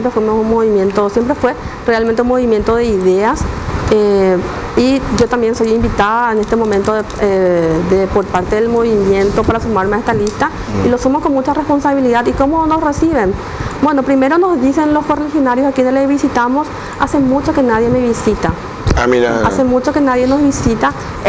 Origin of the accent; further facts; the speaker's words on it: Alto Paraná, Paraguay; born there; now in Asunción, Paraguay; yo soy, nací en Alto Paraná